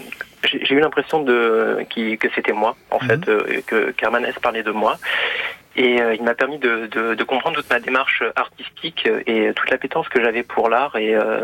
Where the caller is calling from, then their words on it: Nantes, Pays de la Loire, France; J'appelle de Nantes.